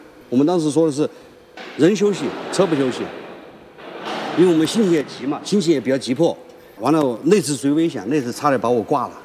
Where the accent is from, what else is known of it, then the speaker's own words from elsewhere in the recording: Sichuan, China; 我说我是四川人啊，低海拔上来的